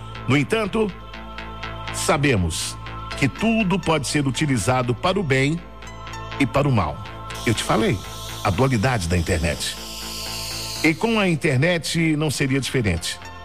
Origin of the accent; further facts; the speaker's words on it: Minas Gerais, Brazil; accent: mineiro; o nosso sotaque mineiro